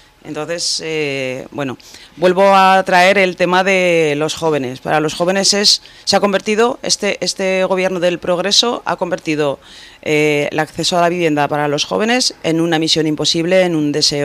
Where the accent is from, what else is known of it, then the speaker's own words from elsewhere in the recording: Borja, Aragon, Spain; A ver, en Borja, ya que vengo de Borja y lo digo, hay un dicho